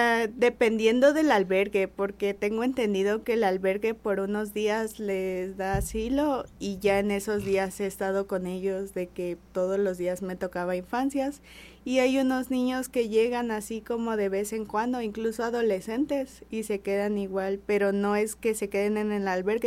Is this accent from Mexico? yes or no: yes; Villahermosa, Tabasco, Mexico; now in Nogales, Mexico; Pues mi abuelo es de Puebla y yo soy de Villahermosa, Tabasco.